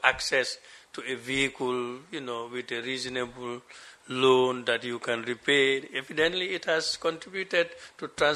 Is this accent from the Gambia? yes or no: yes; Gambia; I come from Katamandinka, a village. It's not so remote.